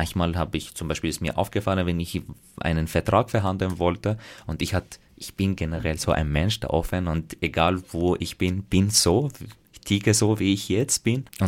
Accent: Graz, Styria, Austria; ich komme aus Graz, wenn ich wo unterwegs war, da war gleich die Frage, wo ich so wirklich her?

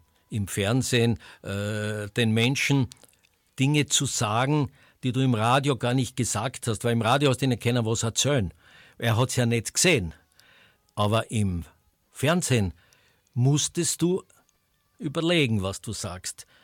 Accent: Graz, Styria, Austria; Als erstes habe ich ja Fußball gemacht, als Grazer bevor ich dann hinaus in die weite Welt durfte

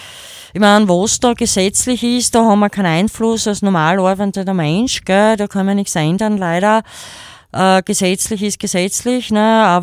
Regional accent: Carinthia, Austria; born there

